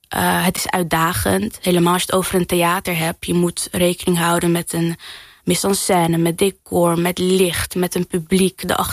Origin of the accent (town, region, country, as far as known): Morocco; now in Netherlands